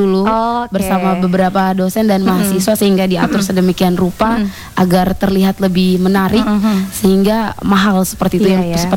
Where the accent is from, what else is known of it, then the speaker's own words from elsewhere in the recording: Ende, East Nusa Tenggara, Indonesia; kita orang Ende